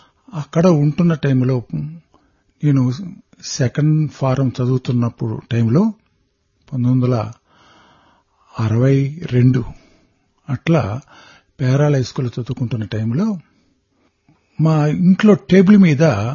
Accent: Devarampadu, Andhra Pradesh, India; సాయిరామ్, మాది ఒంగోలు దగ్గర దేవరంపాడైన కుగ్రామం.

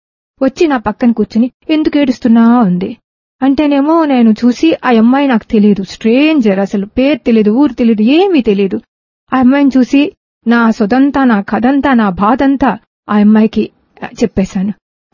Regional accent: Visakhapatnam, Andhra Pradesh, India; moved away as an adult; now in Barbados; నేను విశాఖపట్నంలో పుట్టాను, విశాఖపట్నంలో పెరిగాను, విశాఖపట్నంలో చదువుకున్నాను.

